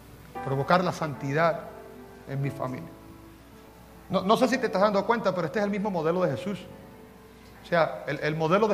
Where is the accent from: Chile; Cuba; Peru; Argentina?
Cuba; moved away; como decían en mi país, en Cuba dicen el asadón